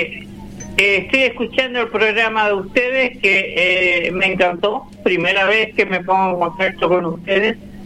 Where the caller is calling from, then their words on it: Buenos Aires, Argentina; Yo soy de Mataderos, General Paz y Juan Bautista Alberdi.